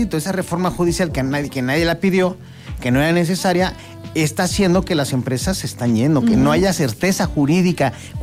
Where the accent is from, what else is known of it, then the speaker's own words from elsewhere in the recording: Mexico; nosotros en México, nosotros los latinoamericanos somos cálidos.